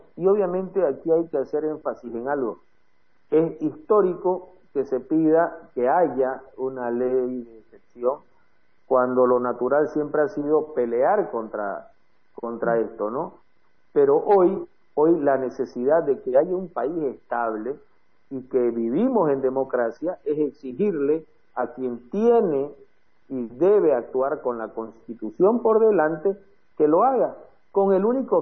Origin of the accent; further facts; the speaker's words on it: Bolivia; pese a que somos millones los bolivianos que la defendemos